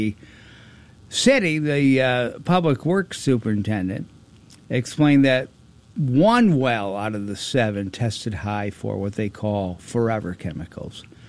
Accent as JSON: {"language": "English", "town": "Chicago", "region": "Illinois", "country": "United States", "tie": "born or raised there", "said": "Growing up in Chicago, longtime Chicago sports fan, trying to keep my enthusiasm tempered for the Cubs."}